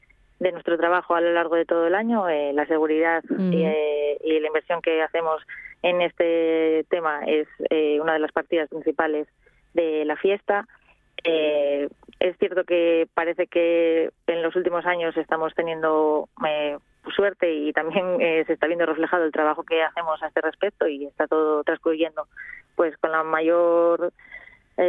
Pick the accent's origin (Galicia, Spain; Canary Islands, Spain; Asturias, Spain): Asturias, Spain; Pravia; Somos todos de Pravia, de casa. Todos tenemos fotos pues evolucionando dentro de la fiesta.